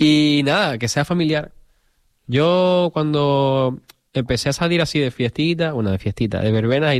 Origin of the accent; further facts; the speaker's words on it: Arico, Canary Islands, Spain; Y yo iba a las mi pueblo, en Arico.